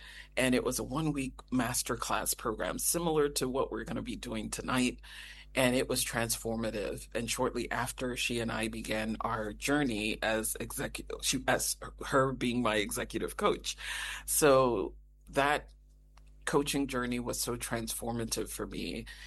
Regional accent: Ghana; also born or lived in United States; Formative years of my life were spent in the US, and I'm from Ghana

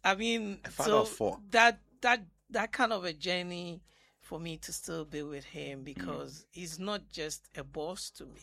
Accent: Sekondi, Western Region, Ghana; born there; I was born in Sekendi, not from, let's say, well-to-do family.

